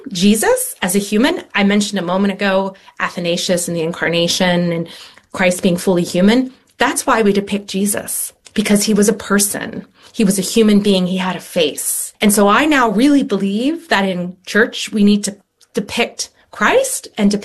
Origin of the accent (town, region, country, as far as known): Frederick, Maryland, United States